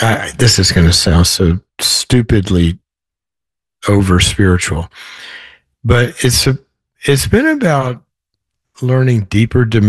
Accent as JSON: {"language": "English", "region": "the South", "country": "United States", "also_born_or_lived": "Los Angeles", "said": "You know, I'm from the South, so I lived in L.A. forever, and coming back here is sort of like coming home in a way."}